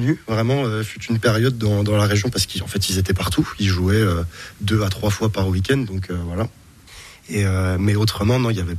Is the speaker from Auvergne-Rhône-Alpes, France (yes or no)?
no; Bonnevent-Velloreille, Bourgogne-Franche-Comté, France; now in Besançon, France; Je viens de la campagne, pas très loin de Besançon. J'ai grandi à Bonnevent-Velloreille, une petite bourgade du 70 qui était très sympa, mais j'avais aucune connexion avec Bezac jusqu'à mes 18-20 ans. Voilà, j'ai vraiment grandi à la campagne.